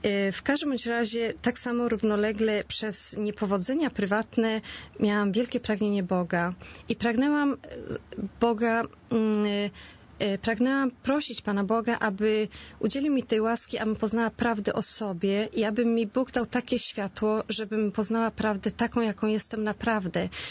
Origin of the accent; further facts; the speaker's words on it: Świnoujście, West Pomeranian Voivodeship, Poland; moved away; Wyjechałam ze Świnoujścia i byłam praktykującą katoliczką